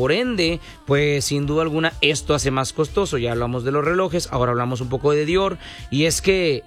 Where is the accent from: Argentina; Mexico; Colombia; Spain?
Mexico; uno como mexicano